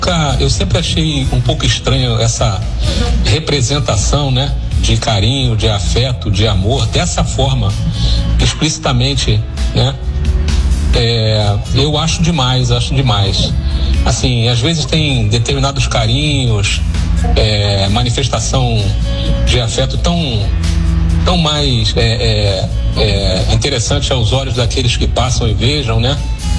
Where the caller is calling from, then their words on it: Rio de Janeiro, Brazil; eu sou aqui de Vaz Lobo.